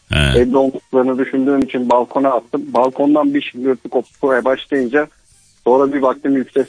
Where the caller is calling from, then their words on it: Şekerpınar, Kocaeli, Turkey; Şekerpınar Bey'im.